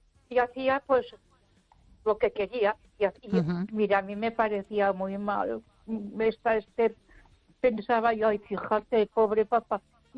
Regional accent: Barcelona, Catalonia, Spain; Mira, yo me crié y viví hasta que me casé en la Avenida Gaudí, cerquita de la Sagrada Familia.

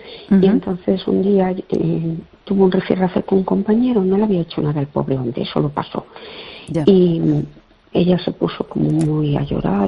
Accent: Fene, Galicia, Spain; Hola, buenas noches.

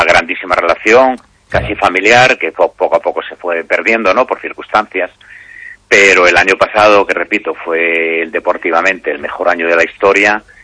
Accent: Asturias, Spain; now in Galicia, Spain; No, que va, yo soy asturiano.

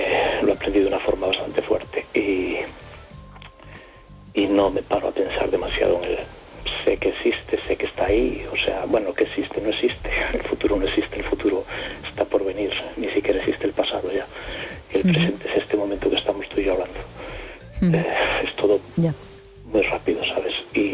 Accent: A Coruña, Galicia, Spain

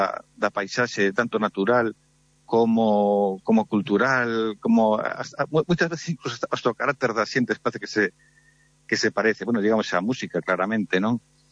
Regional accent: Galicia, Spain; Temos que decir que, os galegos non somos celtas.

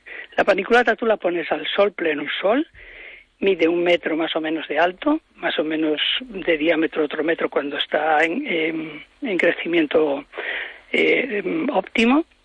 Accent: Galicia, Spain; nosotros como gallegos estamos acostumbrados a ver verde siempre

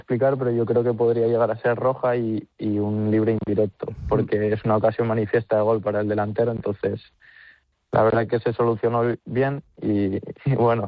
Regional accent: Soria, Castile and León, Spain; soy de Soria y nací en Soria, jugué toda la vida en el Numancia.

